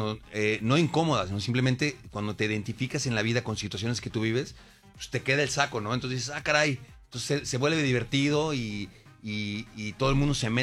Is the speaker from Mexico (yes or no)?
yes; Querétaro, Mexico; Yo soy de Querétaro